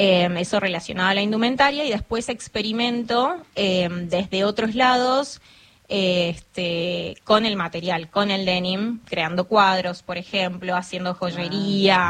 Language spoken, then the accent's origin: Spanish; Misiones, Argentina; moved away as an adult; also born or lived in Mar del Plata; Estudié en la Universidad Nacional de Mar del Plata. Yo soy de Misiones. Cuando termino el colegio me voy a vivir a Mar del Plata.